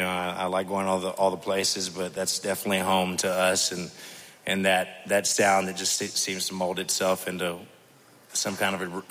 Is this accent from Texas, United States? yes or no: yes; Texas, United States; now in Austin, United States; I'm from South Texas, and we're based out of Austin now.